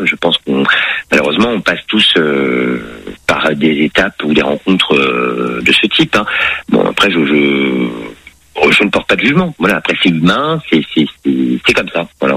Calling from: Nantes, Pays de la Loire, France; Je suis à Nantes.

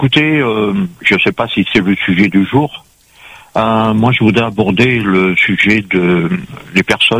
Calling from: Paris, Île-de-France, France; je vous appelle de Paris 19e.

